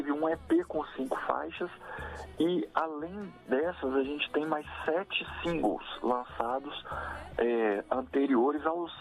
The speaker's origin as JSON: {"language": "Portuguese", "region": "Minas Gerais", "country": "Brazil", "said": "região que nós somos originais, né, assim, de Minas Gerais, né, a gente é de Minas"}